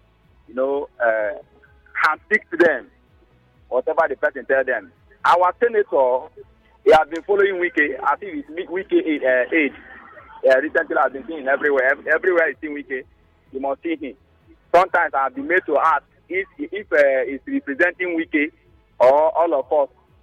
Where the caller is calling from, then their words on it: Port Harcourt, Rivers, Nigeria; I'm from Port Harcourt.